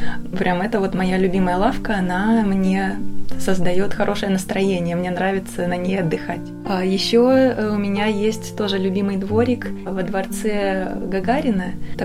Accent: Bryansk, Bryansk Oblast, Russia; now in Oryol, Russia; Я сама не из Орла, я из Брянска. И я приехала сюда учиться.

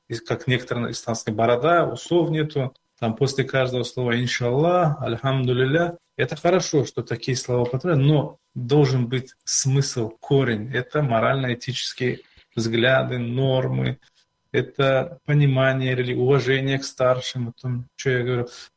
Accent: Kizlyar, Dagestan, Russia; also born or lived in Kizilyurt; Я человек, который родился в Кизилюрте, а всю сознательную жизнь прожил в Кизляре.

